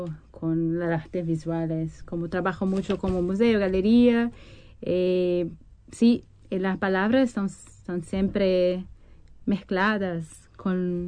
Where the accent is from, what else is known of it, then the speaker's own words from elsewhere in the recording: Rio de Janeiro, Brazil; born there; Spanish is a second language; moved away; also born or lived in Mexico; Naciste ahí, sí, en Río. Viví muchos años, también viví muchos años fuera de Río. Voy a hablar un poquito de portuñol